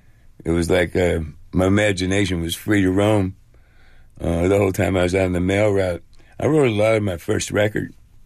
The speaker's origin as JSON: {"language": "English", "town": "Maywood", "region": "Illinois", "country": "United States", "tie": "born or raised there", "said": "I was 10 miles directly from the lakefront. That's how close Maywood was to the edge of Chicago, where we grew up on Madison Avenue"}